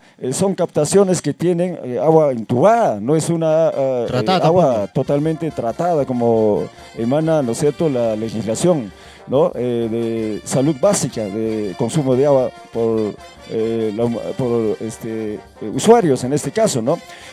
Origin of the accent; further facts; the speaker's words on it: Ancash, Peru; nosotros somos, de la zona, o sea, somos pues natos, en este caso, del campo, ¿no? Yo provengo del centro poblado